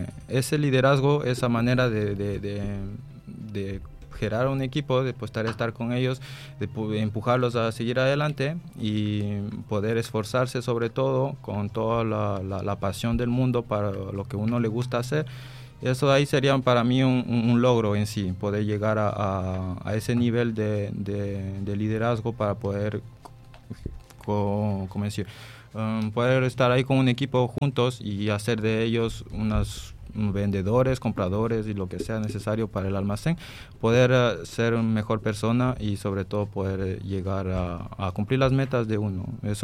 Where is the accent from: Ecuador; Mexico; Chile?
Ecuador; Santo Domingo, Santo Domingo de los Tsáchilas; Yo soy de Ecuador. Yo vengo de Santo Domingo, he nacido allá.